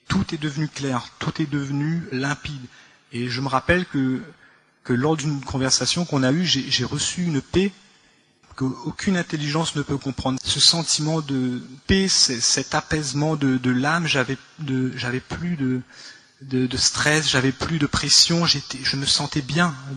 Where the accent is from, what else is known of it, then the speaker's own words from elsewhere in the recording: Réunion; je viens de l'île de la Réunion